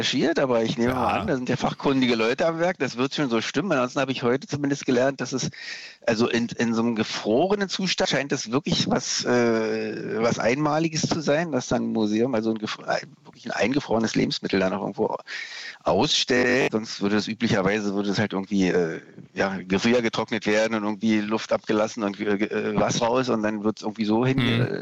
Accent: East Germany, Germany; in einer Bandbreite, wie wir das vorher als Ossi gar nicht kannte

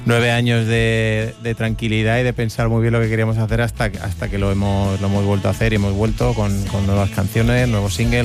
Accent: Cádiz, Andalusia, Spain; Siempre he estado, yo desde que salí de mi casa de Cádiz, siempre he estado rodeado de música

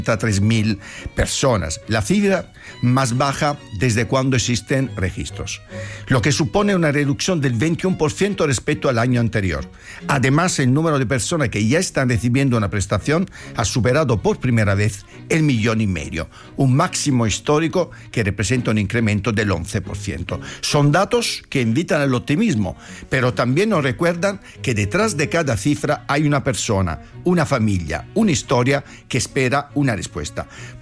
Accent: Italy; moved away; y lo digo también como italiano, que viene de otro país, de nuestro entorno

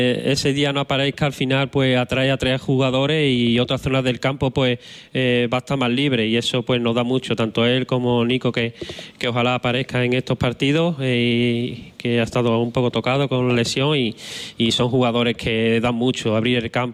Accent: Los Palacios y Villafranca, Andalusia, Spain; born there; Mi pueblo, mi gente, esa humildad, esa sencillez que tienen

